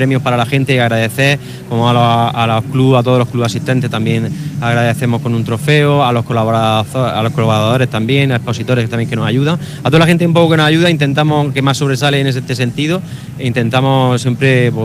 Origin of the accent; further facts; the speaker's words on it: Spain; que nosotros somos españoles